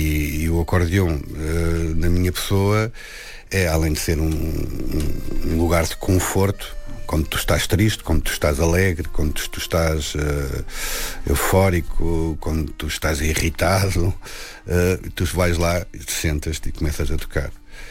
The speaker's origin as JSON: {"language": "Portuguese", "region": "Lisbon", "country": "Portugal", "tie": "born there", "said": "Eu nasci em Lisboa, vivia na urbe e serei sempre um gajo urbano."}